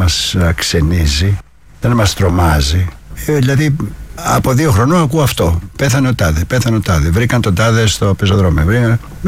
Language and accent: Greek; Athens, Attica, Greece; born there